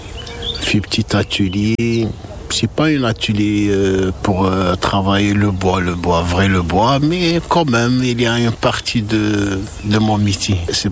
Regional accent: Algeria; French is a second language; now in France; Algérien.

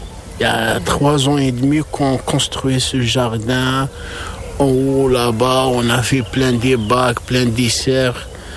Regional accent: Algeria; French is a second language; Algérien.

